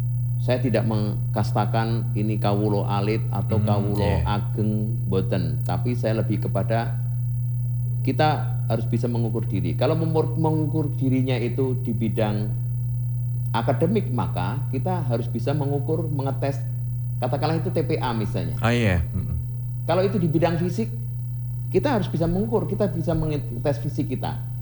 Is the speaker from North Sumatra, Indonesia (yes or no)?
no; Surakarta, Central Java, Indonesia; Kita harus bangga sebagai wong Solo, Solo Raya. Kita bangga sebagai masyarakat Jawa Tengah